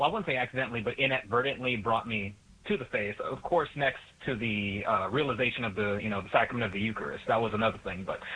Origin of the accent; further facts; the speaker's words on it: Texas, United States; growing up in Southern Texas, like there's predominantly Hispanic demographic